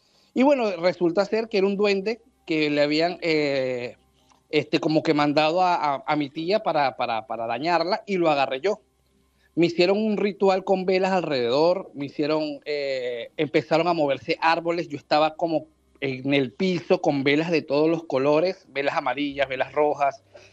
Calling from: Venezuela; soy de Venezuela

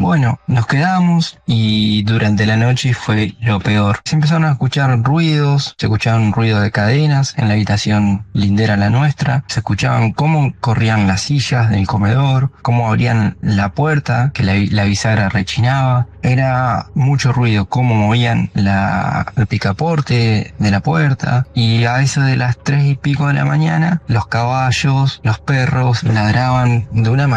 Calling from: San Andrés de Giles, Buenos Aires Province, Argentina; tengo 32 años, soy de San Andrés de Giles.

